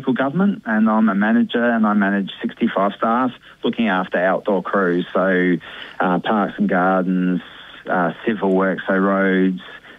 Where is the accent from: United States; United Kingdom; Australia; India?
Australia; Lobethal, South Australia; also born or lived in Mallala, South Australia; now in Surf Coast, Australia; I grew up in South Australia. Junior football in Lobethal, a town up in the Adelaide Hills